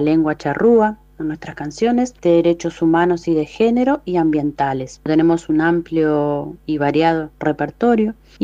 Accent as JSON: {"language": "Spanish", "town": "Villaguay", "region": "Entre Ríos", "country": "Argentina", "said": "Somos de Villa Guay, pertenecemos a la comunidad charrúa-triet de esta ciudad y nuestra propuesta musical integra identidad nativa, por lo cual también incorporamos la lengua charrúa en nuestras canciones"}